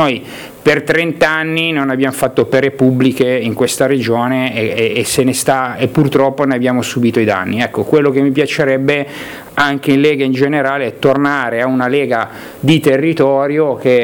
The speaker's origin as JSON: {"language": "Italian", "region": "Liguria", "country": "Italy", "said": "abbiamo quattro delle province più belle del paese e noi come Liguri ne siamo assolutamente orgogliosi."}